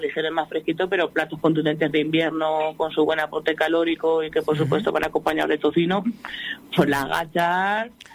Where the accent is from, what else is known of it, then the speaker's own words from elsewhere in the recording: Spain; posiblemente olemos a ajo en general los españoles.